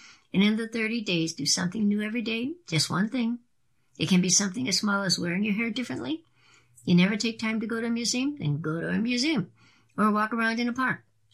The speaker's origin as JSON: {"language": "English", "region": "North Carolina", "country": "United States", "accent": "North Carolina", "lives_now": "Los Angeles, United States", "said": "I had been in L.A. pursuing acting for so long, taking dialect classes, you know, trying to make my North Carolina accent not as noticeable."}